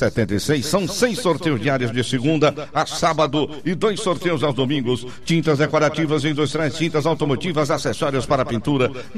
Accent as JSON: {"language": "Portuguese", "town": "Ipu", "region": "Ceará", "country": "Brazil", "said": "Não, Jota, eu sou do Ipu, cara. Eu sou lá do Ipu."}